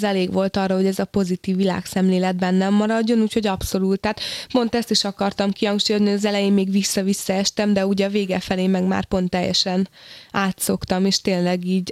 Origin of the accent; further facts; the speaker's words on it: Hungary; born there; also born or lived in United States; mert valószínűleg nem véletlenül születtem Magyarországra, és iszonyatos volt a honvágyam is.